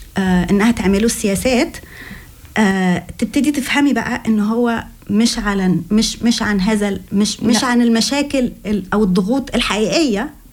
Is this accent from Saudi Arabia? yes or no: no; Egypt; moved away as an adult; now in Canton of Schwyz, Switzerland; من مصر، بقالي عايشة هنا في سويسرا 22 سنة. أخذت الجنسية أو الباسبور السويسري من أكتر من 10 سنين وعايشة هنا في كانتون شفيتس.